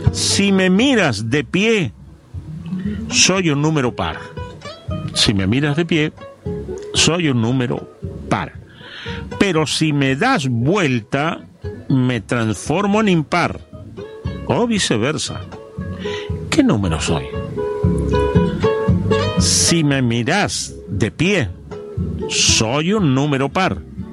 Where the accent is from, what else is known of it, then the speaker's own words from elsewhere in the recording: Argentina; los argentinos somos los argentinos